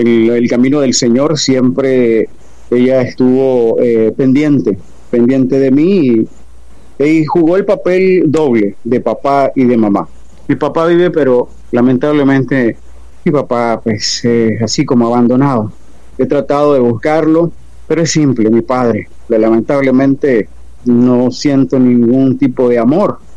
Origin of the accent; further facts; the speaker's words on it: Managua, Nicaragua; soy de Nicaragua, exactamente de la capital, Managua.